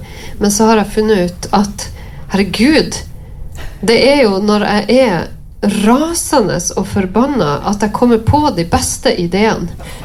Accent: Palestine; hvor de er fra, og hun forteller at vi er fra Palestina.

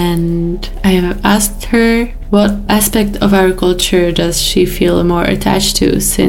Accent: Prague, Czechia; moved away; We are both from Prague.

